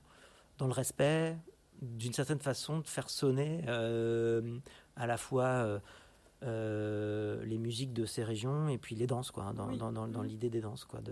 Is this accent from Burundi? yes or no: no; Poitou, France; moi, je suis un peu dans une zone. Donc, moi, je viens du Poitou aussi, mais du nord. Vraiment du nord du Poitou, à la frontière avec la Bretagne.